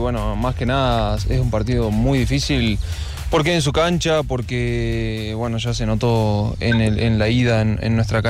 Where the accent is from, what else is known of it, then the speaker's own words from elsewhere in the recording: Salta, Argentina; moved away as an adult; now in Quito, Ecuador; Soy de Salta, del norte de Argentina, okay. Que también hay muchas montañas y todo